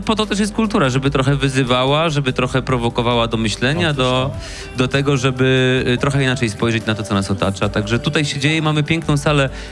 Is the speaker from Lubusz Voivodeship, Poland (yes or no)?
yes; Gorzów Wielkopolski, Lubusz Voivodeship, Poland; ja mieszkam w Gorzowie od urodzenia, jestem z tego dumny i nigdzie nie chciałem się stąd wybierać.